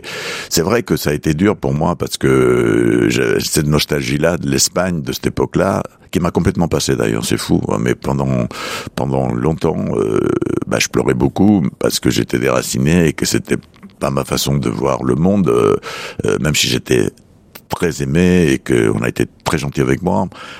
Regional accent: Montreux, Vaud, Switzerland; now in Lyon, France; je venais du lac Léman, de Montreux, qui était vraiment la rivière à Suisse

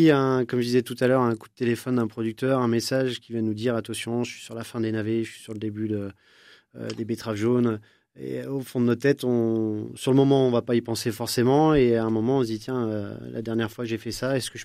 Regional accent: Pays de la Loire, France; moved away; Nous, on est originaire de Vendée.

